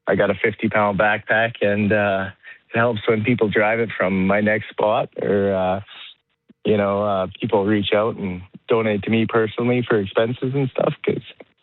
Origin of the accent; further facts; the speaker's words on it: Dryden, Ontario, Canada; So it's going to be pretty special getting to my hometown.